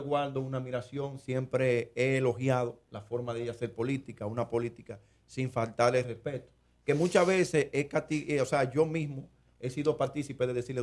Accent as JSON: {"language": "Spanish", "country": "Dominican Republic"}